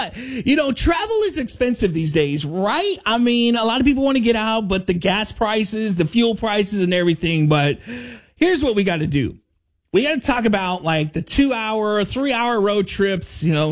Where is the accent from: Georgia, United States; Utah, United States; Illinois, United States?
Utah, United States; Salt Lake City; now in Lafayette, United States; my hometown of Salt Lake City